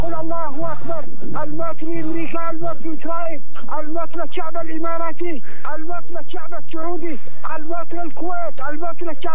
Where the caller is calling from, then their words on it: Yemen; محافظة ابن جديد بالعزة الثانية.